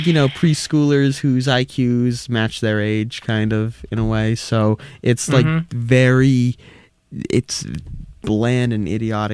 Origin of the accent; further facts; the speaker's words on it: Massachusetts, United States; because, like, I'm from, like, New England, you know, I'm from Massachusetts